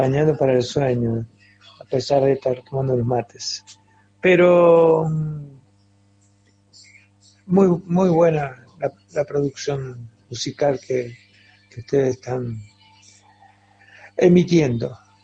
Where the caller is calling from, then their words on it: Villa Mercedes, San Luis, Argentina; de Villa Mercedes